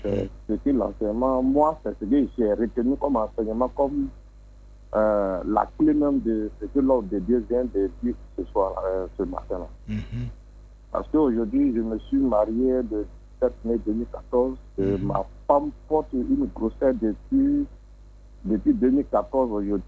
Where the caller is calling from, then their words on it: Abidjan, Côte d’Ivoire; je vous appelle d'Abidjan.